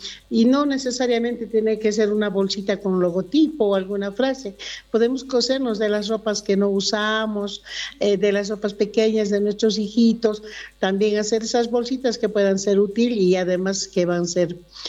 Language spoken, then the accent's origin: Spanish; Llallagua, Potosí, Bolivia; Yo soy de Llallagua, así que a mí me da mucha pena tener que ver así mi Llallagua.